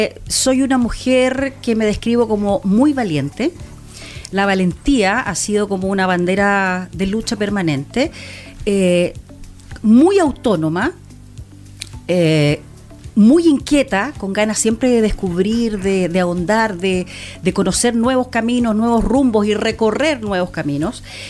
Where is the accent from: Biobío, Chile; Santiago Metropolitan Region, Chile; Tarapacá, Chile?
Santiago Metropolitan Region, Chile; Santiago; moved away as an adult; now in Santa Cruz, Chile; nací en Santiago de Chile, viví siempre en un barrio bastante acomodado, pero no soy de una familia adinerada, pero sí tuve la suerte de vivir en un barrio adinerado